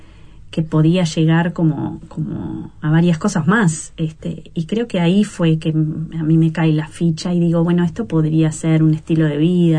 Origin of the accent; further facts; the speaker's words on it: Uruguay; also born or lived in Montevideo, Uruguay; Yo crecí afuera. Mi padre era de Durazno y nada, nací en Montevideo, pero nos fuimos a vivir afuera, al campo